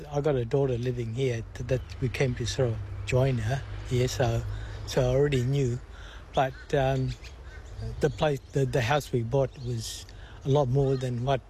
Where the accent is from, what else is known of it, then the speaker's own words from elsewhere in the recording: Melbourne, Victoria, Australia; now in Sunshine Coast, Australia; I'm from Melbourne, and that's a big city, to congested traffic and this and that.